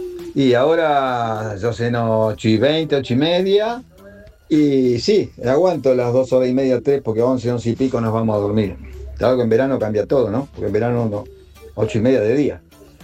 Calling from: Villa Ballester, Buenos Aires Province, Argentina; de Ballester.

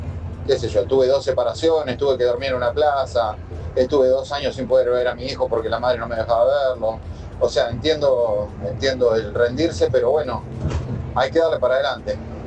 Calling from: La Plata, Buenos Aires Province, Argentina; de La Plata

